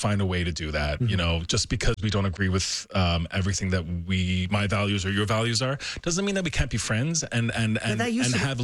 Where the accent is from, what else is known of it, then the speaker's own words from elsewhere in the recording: Newfoundland and Labrador, Canada; moved away; I'm from Newfoundland.